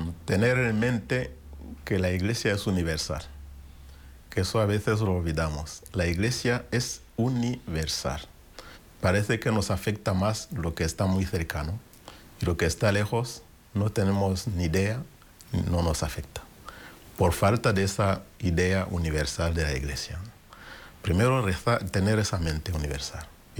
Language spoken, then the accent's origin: Spanish; Rwanda; tengo un proyecto de apoyo a los estudiantes universitarios en mi país, en Ruanda